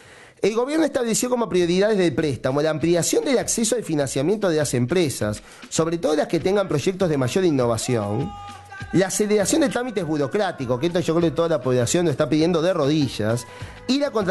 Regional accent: Uruguay; Dale, no dejes para el último momento como todo uruguayo

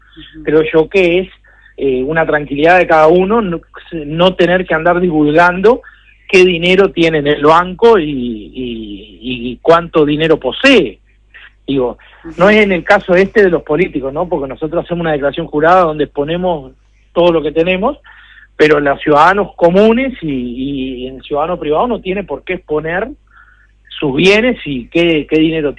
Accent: Tacuarembó, Uruguay; Yo soy de Tacuarembó, vivo cerca de la frontera con el Brasil, a 100 kilómetros

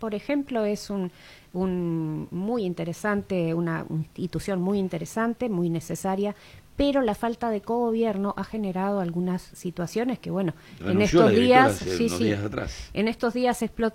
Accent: Florida, Uruguay; yo soy de Florida, entonces conocemos lo que es el interior

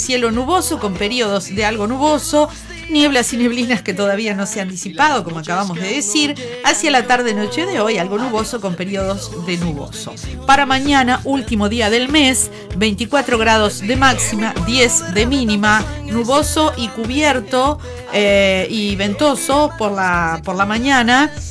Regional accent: Uruguay; Está bien que somos uruguayos, todas esas costumbres que tenemos

